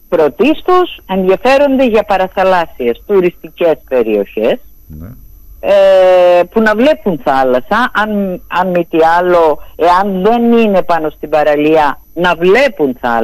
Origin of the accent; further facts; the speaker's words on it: Crete, Greece; δεν το λέω γιατί είμαι από την Κρήτη